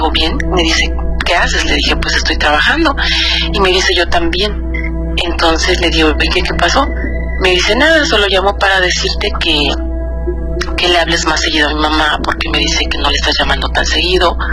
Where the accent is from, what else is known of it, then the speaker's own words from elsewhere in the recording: Guerrero, Mexico; now in California, United States; Estoy en California, pero soy de Guerrero.